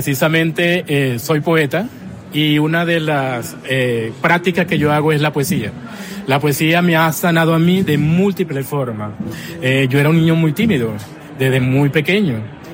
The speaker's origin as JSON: {"language": "Spanish", "town": "Aracataca", "region": "Magdalena", "country": "Colombia", "tie": "born there", "moved": "yes", "lives_now": "La Guajira, Colombia", "said": "yo soy del Magdalena, nací en Aracataca, Magdalena, esa tierra de Macondo que me ha enseñado mucho, y precisamente de Macondo, como yo nací allá en una casita de bareque, en una casita de barro"}